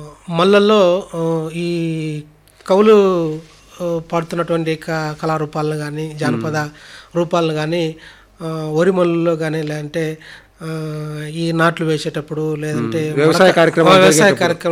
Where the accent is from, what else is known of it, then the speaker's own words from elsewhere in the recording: Kandukur, Andhra Pradesh, India; మాది కందుకూరు గ్రామం sir, Anantapuram rural మండలము. మాది వ్యవసాయ కుటుంబం.